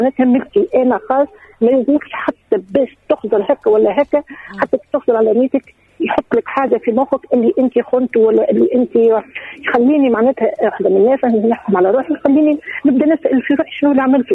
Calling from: Nabeul, Nabeul Governorate, Tunisia; أنا إمنا من نابل

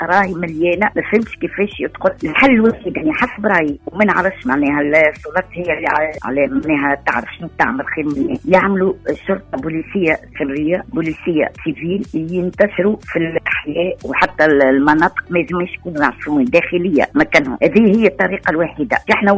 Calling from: Sousse, Sousse Governorate, Tunisia; أحنا في حومتنا هنا في سويسا

